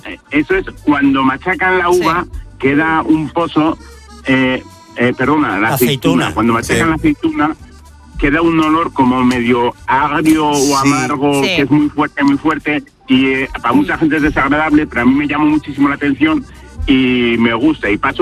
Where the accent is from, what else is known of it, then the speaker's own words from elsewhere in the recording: Pamplona, Navarre, Spain; yo soy de Pamplona